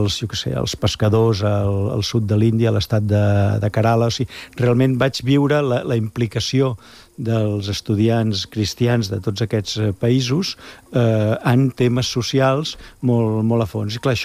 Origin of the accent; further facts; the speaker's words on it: Catalonia, Spain; viure-hi com a catalans, perquè al costat hi havia una altra federació, que era la d'Espanya